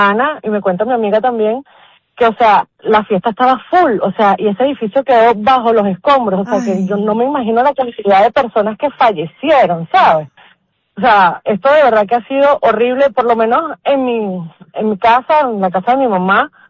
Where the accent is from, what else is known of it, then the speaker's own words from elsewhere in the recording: Venezuela; ahora que Estados Unidos está metido ya en mi país, ¿sabes? Ojalá y llegue esa ayuda lo más pronto posible, porque de verdad que la van a necesitar. Venezuela no estaba preparado para esto, jamás, jamás, créeme que jamás. Es un país que no es sísmico.